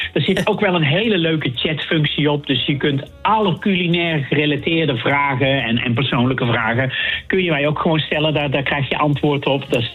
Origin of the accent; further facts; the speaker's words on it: North Brabant, Netherlands; accent: Brabantse tongval; het is mijn accent schijnt herkenbaar te zijn. Dus die Brabantse tongval gaat er toch nooit uit.